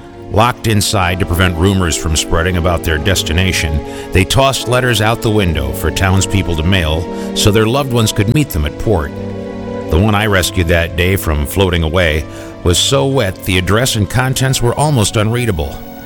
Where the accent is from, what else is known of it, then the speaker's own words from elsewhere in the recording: York, Pennsylvania, United States; also born or lived in Strinestown; I was born in 1936 in Strinestown, Pennsylvania. My mother and father grew up in York, so that's where we moved after my brother was born. We lived in a little white house by the railroad main line.